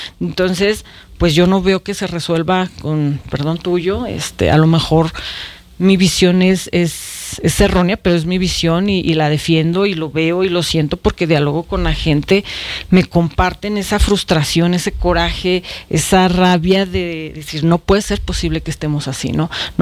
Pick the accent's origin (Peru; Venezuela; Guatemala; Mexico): Mexico; Zacatecas; yo nací en Zacatecas, toda mi vida he vivido en Zacatecas, yo quiero a Zacatecas, yo amo a Zacatecas, yo traigo tatuado a Zacatecas en mi sangre